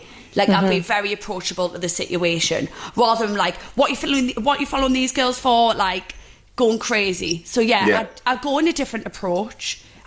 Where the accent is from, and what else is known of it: Newcastle upon Tyne, North East England, United Kingdom